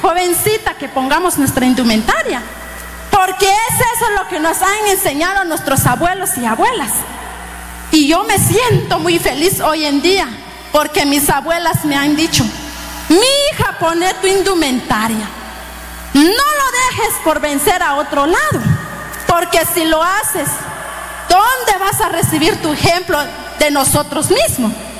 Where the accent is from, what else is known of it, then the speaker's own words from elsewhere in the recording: Rabinal, Baja Verapaz, Guatemala; muy buenas noches público de Guatemala vengo del municipio de Rabinal Baja Verapaz y alanzo la voz esta noche hoy me siento muy feliz por representar a mi municipio de Rabinal Baja Verapaz.